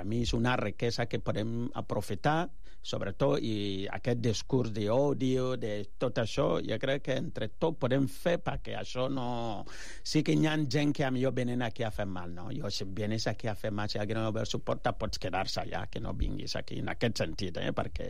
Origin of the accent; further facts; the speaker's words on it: Ghana; Catalan is a second language; now in Catalonia, Spain; jo soc de Ghana